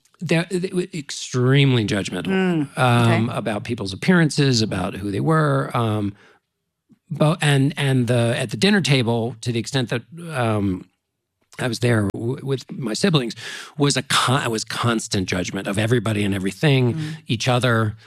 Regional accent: Washington, District of Columbia, United States; I'm from Washington, D.C. There are no horses, only asses.

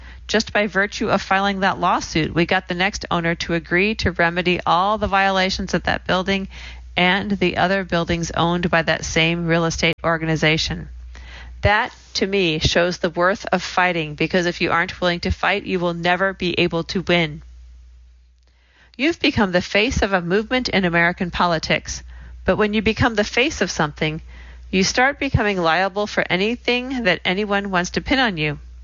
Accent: Uganda; born there; I was born in Uganda, East Africa.

